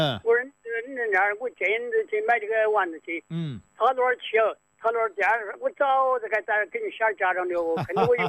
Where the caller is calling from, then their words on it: Anhui, China; 我是安徽的。